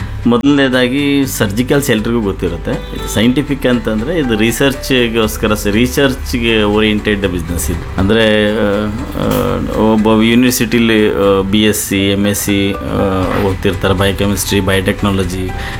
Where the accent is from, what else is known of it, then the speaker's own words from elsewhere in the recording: Shikaripura, Karnataka, India; moved away as an adult; now in Shivamogga, India; ನಾನು ಶಿಕಾರಿಪುರ ನಮ್ದು ಆ್ಯಕ್ಚುಲಿ. ನಾನು ಶಿಕಾರಿಪುರದಲ್ಲಿ ಹುಟ್ಟಿದ್ದು, ಅಲ್ಲೇ ಓದಿದ್ದು. ಡಿಗ್ರಿಗೆ ಸಹ್ಯಾದ್ರಿ ಕಾಲೇಜು, ಇಲ್ಲಿಗೆ ಓದೋಕ್ಕೋಸ್ಕರ ಶಿವಮೊಗ್ಗಕ್ಕೆ ಬಂದಿದ್ದು.